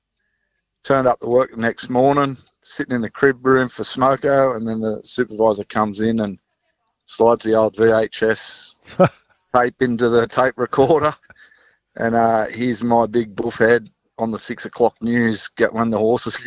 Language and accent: English; Newcastle, New South Wales, Australia; It was a few years ago now, and I was an apprentice, and I'm from Newcastle, and the Dr. Jurd's race meeting was on up at Cessnock.